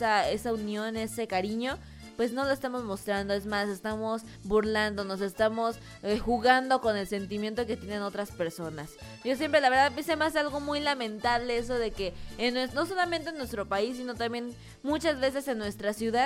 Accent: Mexico; todos somos el pueblo mexicano

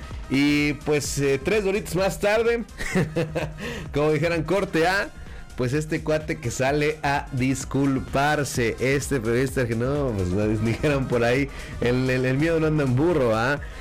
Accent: Mexico; entre nosotros como mexicanos

